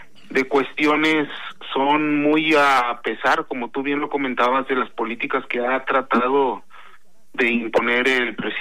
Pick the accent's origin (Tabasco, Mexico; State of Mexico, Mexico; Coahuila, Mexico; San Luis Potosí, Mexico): San Luis Potosí, Mexico